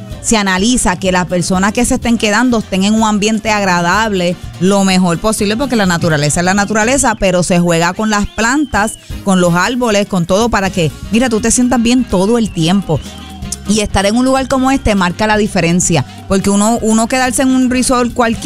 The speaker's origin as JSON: {"language": "Spanish", "town": "Cagua", "region": "Aragua", "country": "Venezuela", "said": "¡Nos vamos para mi pueblo! Para la ciudad criolla"}